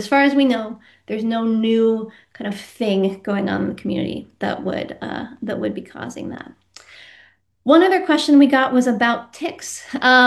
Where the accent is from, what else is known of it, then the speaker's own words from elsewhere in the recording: Washington, United States; I grew up in Western Washington.